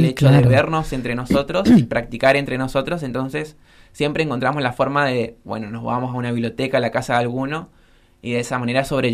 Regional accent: San Ignacio, Misiones, Argentina; Bueno, yo vengo de San Ignacio, no está tan lejos, pero ajá, sí

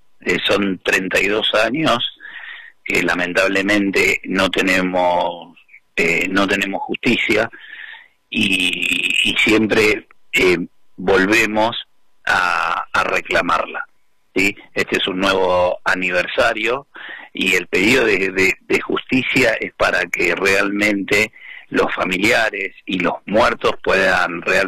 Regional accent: Argentina; nos debemos como argentinos

